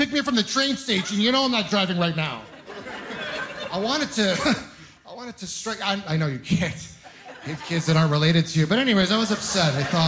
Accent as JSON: {"language": "English", "region": "Ontario", "country": "Canada", "said": "I'm originally from Ontario."}